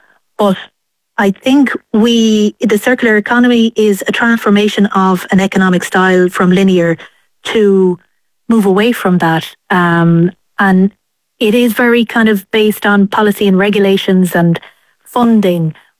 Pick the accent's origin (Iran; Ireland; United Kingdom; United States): Ireland; when I was growing up in Ireland